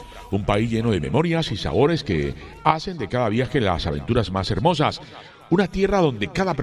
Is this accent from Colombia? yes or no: yes; Colombia; Yo soy de Colombia, el país de la belleza.